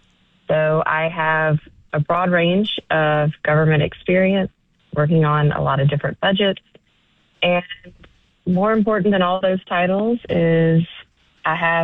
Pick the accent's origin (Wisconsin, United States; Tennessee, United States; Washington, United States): Tennessee, United States; Memphis; also born or lived in Knoxville / Nashville; am the chief public defender here in Shelby County in Memphis. I am also on the Memphis City Council. I was born and raised here in Memphis.